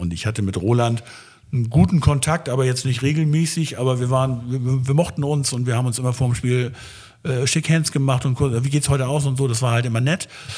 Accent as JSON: {"language": "German", "town": "Schleswig", "region": "Schleswig-Holstein", "country": "Germany", "tie": "born or raised there", "said": "Also in Schleswig, ich komme ja aus Schleswig, bin geborener Schleswiger, da gibt es den Verein Schleswig 06."}